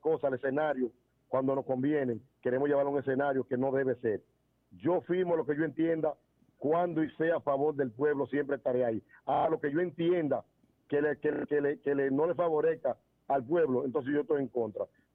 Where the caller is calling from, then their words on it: Maizal, Dominican Republic; del Distrito Municipal de Maizal.